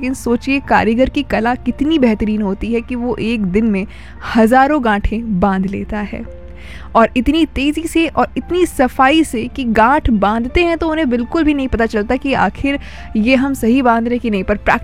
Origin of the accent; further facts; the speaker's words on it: Uttar Pradesh, India; हम सब उत्तर प्रदेश से हैं